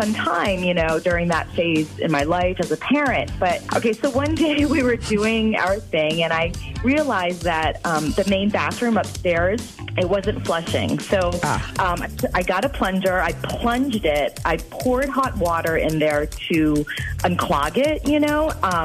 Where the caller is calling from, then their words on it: Madison, Wisconsin, United States; I'm from Madison.